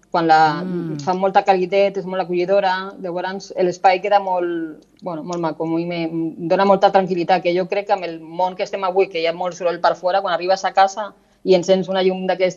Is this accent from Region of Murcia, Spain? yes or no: yes; Murcia, Region of Murcia, Spain; born there; moved away as an adult; now in Catalonia, Spain; jo vaig néixer a Múrcia, vale, i als 18 anys vaig venir aquí a estudiar disseny i moda.